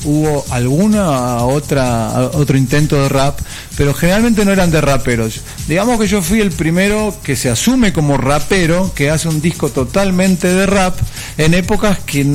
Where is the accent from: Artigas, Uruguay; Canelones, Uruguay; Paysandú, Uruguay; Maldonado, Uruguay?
Canelones, Uruguay; Las Piedras; also born or lived in Brazil / Belgium; now in Argentina; yo me crié en Las Piedras, en Uruguay, y acá en Argentina, los dos lugares.